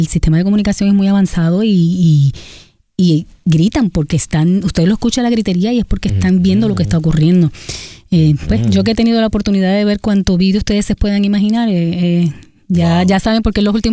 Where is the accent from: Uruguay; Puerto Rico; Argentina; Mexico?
Puerto Rico